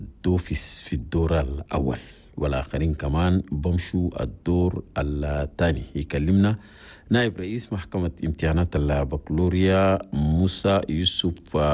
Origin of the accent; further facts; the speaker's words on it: Chad; زار المتحف الوطني عن بلدنا تشاد